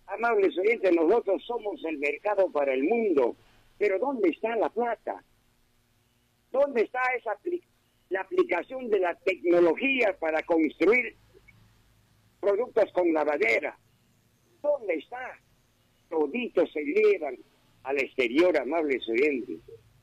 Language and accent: Spanish; Peru; now in Aguaytía, Peru; el que le hablo como peruano, que tengo 36 años